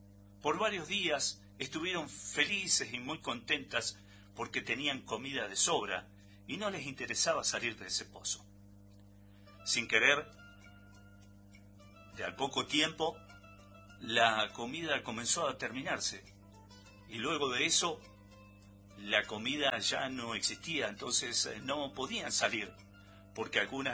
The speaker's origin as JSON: {"language": "Spanish", "country": "Argentina", "said": "somos todos vecinos, somos todos del mismo pueblo, somos todos argentinos"}